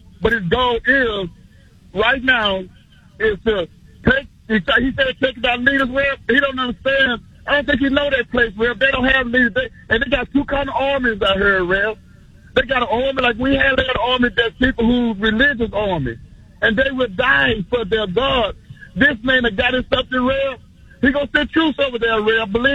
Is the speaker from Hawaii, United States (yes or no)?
no; Mason, Texas, United States; I'm from Mason, Real.